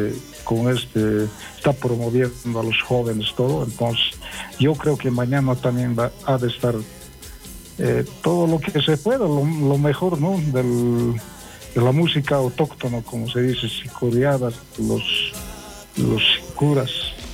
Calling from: Poopó, Oruro, Bolivia

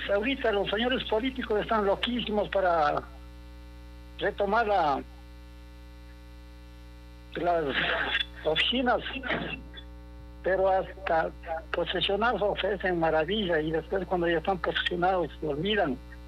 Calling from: Cusubamba, Cotopaxi, Ecuador; Estoy llamando de Cusubamba

